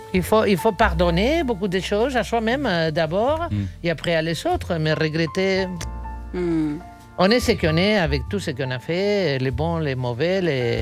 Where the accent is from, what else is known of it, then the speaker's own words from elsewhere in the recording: Palma, Balearic Islands, Spain; born there; French is a second language; moved away as an adult; moi, c'est de Palma, parce que je suis né à Palma de Mallorca.